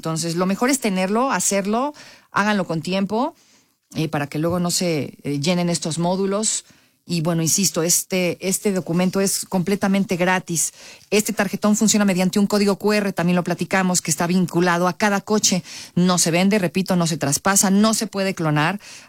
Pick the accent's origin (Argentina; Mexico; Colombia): Mexico; así somos luego los mexicanos, ¿a poco no?